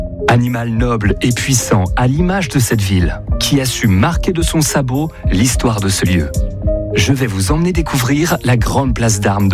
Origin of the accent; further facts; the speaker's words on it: Saumur, Pays de la Loire, France; born there; J'adore la ville de Versailles, peut-être parce que je suis né à Saumur, la capitale du cheval, et qu'à Versailles, on aime aussi cet animal.